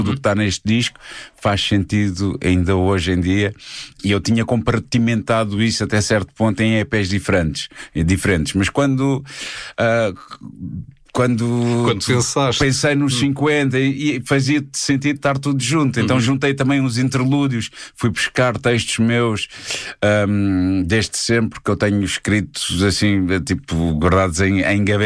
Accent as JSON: {"language": "Portuguese", "country": "Portugal", "tie": "born or raised there", "also_born_or_lived": "Angola", "said": "Mas eu nasci lá e com dois meses viemos para Portugal, né, em 75."}